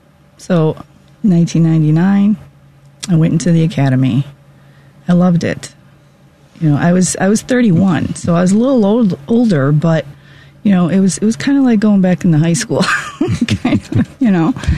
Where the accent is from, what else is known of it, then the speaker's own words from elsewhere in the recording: Chicago, Illinois, United States; also born or lived in Poland; I grew up in Bridgeport, in back of the yards.